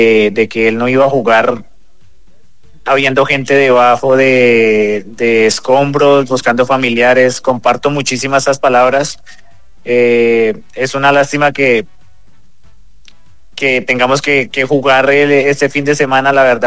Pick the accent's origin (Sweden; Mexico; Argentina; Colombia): Colombia; La verdad que uno se le duele todo eso como colombiano